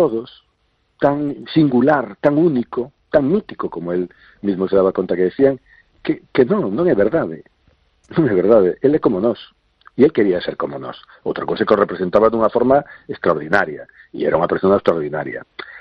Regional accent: Galicia, Spain; o seu altísimo nivel reflicte o que somos como galegos e galegas, ¿no?

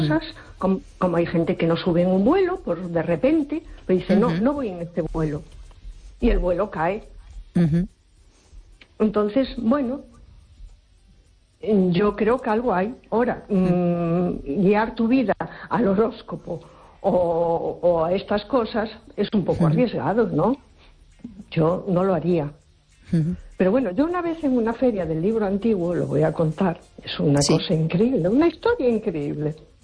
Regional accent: A Coruña, Galicia, Spain; Hola, buenas noches. … de Coruña.

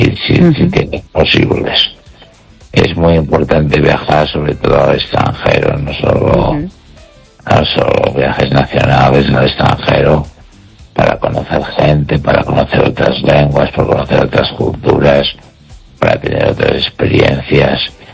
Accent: Catalonia, Spain; Spanish is a second language; Y ahora soy escritor español, catalán en expresiones que española. Y me siento muy orgulloso.

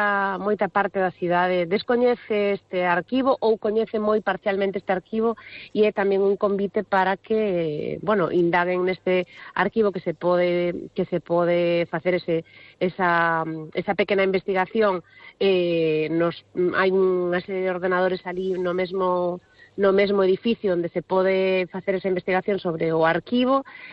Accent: Cangas, Galicia, Spain; que son da ría de Vigo, ou son de Cangas, do outro lado da ría, pero para min Vigo formou parte da miña vida dende moi cativa

